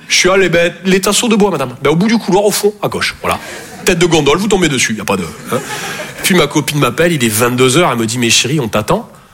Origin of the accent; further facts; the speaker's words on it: Toulouse, Occitanie, France; Je viens de Toulouse à la base. Ouais, ça s'entend un peu, ouais. Bah, mon accent, c'est vraiment comme mon sexe